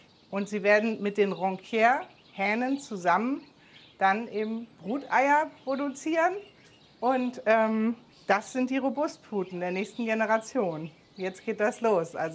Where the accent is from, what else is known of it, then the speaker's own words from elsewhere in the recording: England, United Kingdom; German is a second language; now in Germany; Also ich komme ja aus England